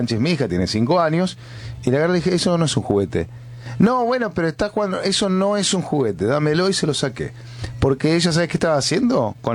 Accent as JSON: {"language": "Spanish", "country": "Argentina", "said": "los argentinos."}